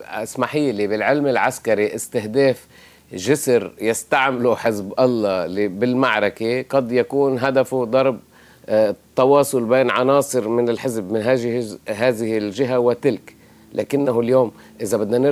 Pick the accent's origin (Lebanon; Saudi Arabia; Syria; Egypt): Lebanon; نحن كلبنانيين